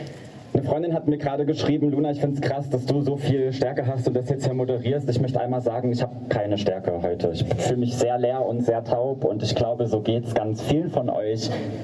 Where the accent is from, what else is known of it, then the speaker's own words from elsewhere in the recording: Saxony-Anhalt, Germany; moved away; Ich bin in Sachsen geboren, ich bin in Sachsen-Anhalt groß geworden als Transfrau